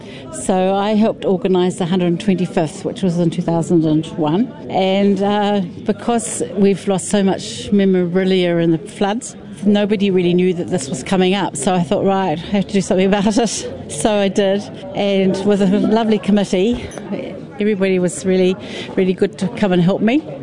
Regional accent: Auckland, New Zealand; now in Tinui, New Zealand; I was brought up in Auckland

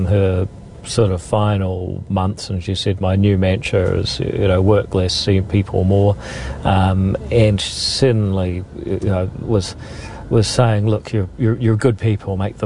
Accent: Northland, New Zealand; also born or lived in Palmerston North; my dad's family's from the Manawatu, so I was born in Palmy, but I lived there till I was about 18 months old, so I don't have any memories of that. And then my mum's family's from the north, so we moved up there in about 85, 86

